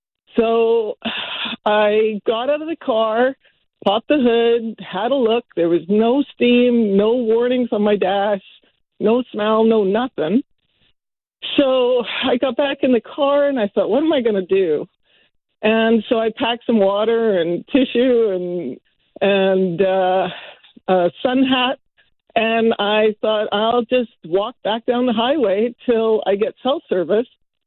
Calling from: Maple Ridge, British Columbia, Canada; So on Sunday morning, I left Maple Ridge and I was heading up to visit dear family friends in Naramata.

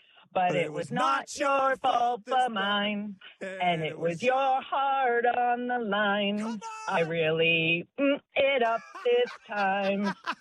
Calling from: Beamsville, Ontario, Canada; From Beamsville again.

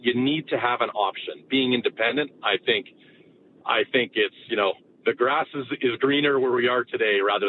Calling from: Calgary, Alberta, Canada

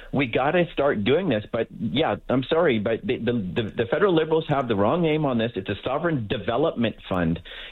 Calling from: British Columbia, Canada; as a British Columbian

